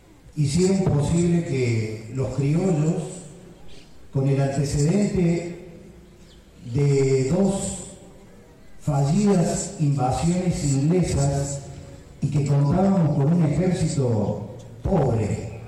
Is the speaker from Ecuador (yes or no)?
no; Argentina; now in Hernando, Argentina